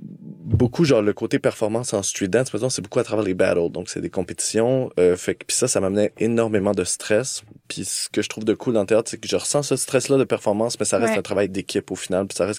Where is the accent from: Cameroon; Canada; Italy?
Canada; Montreal, Quebec; je viens de l'île des Sœurs, j'ai un milieu bourgeois